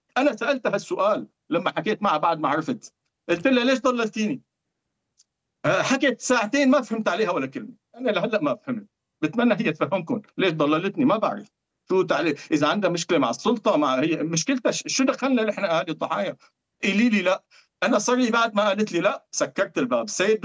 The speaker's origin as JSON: {"language": "Arabic", "country": "Syria", "said": "أنا هيك عن أفترض كسوري"}